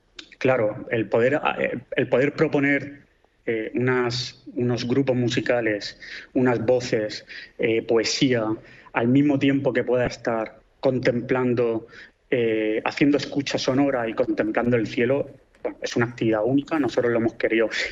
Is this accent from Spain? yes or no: yes; Region of Murcia, Spain; muy desconocido, incluso para los que somos de Murcia